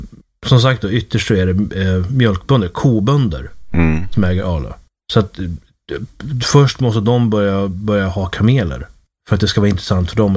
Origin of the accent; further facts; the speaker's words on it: Uppsala, Uppsala County, Sweden; Eftersom jag växte upp i Uppsala